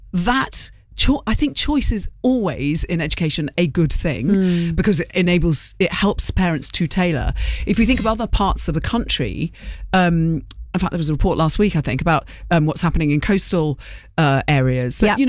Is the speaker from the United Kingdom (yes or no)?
yes; London, United Kingdom; I grew up in London. I was educated in a brilliant school in North London.